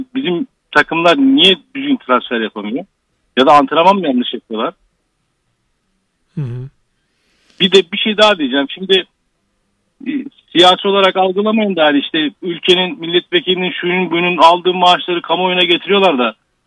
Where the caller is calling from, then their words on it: Istanbul, Turkey; İstanbul'dan arıyorum.